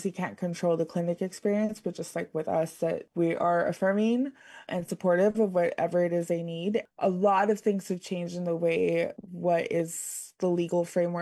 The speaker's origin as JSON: {"language": "English", "region": "Texas", "country": "United States", "said": "I'm from the Rio Grande Valley, and so moved back there after college."}